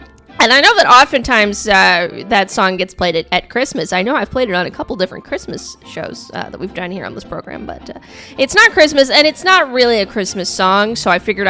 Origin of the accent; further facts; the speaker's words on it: Appalachia, United States; also born or lived in West Virginia; I just feel like as an Appalachian American or whatever